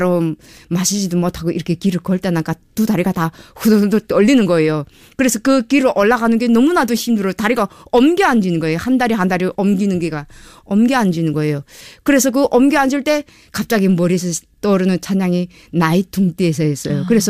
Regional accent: North Hamgyong, North Korea; moved away as an adult; also born or lived in China; now in South Korea; 북한에 저희 함북도가 고향이고

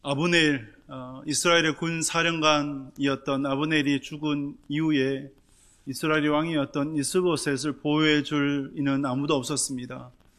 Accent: Gyeongsang, South Korea; 살아봐도 경상도 사람은 티를 못 벗어요. 제가 어느 날 뭐 물건을 산다고 뭐 이제 얘기하는데 저한테 묻더라고요. 경상도 출신이죠? 예, 묻더라고요.

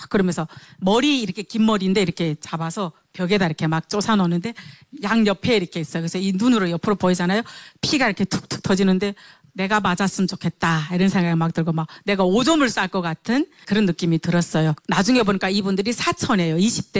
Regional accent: North Korea; moved away as an adult; also born or lived in China; 아, 내가 북한 사람이란 거 얘기해야 되나 말아야 되나 이런 고민이 있었는데 뭐 어쨌든 탈북에서 북한에서는 결혼 안 하고 중국에서 애 아빠를 만나서 살았지만

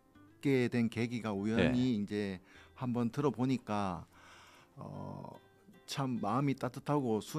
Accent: Pohang, North Gyeongsang, South Korea; 포항이 고향입니다.

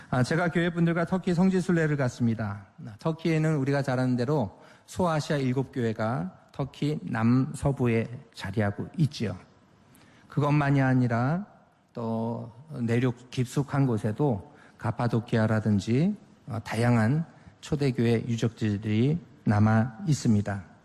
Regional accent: South Korea

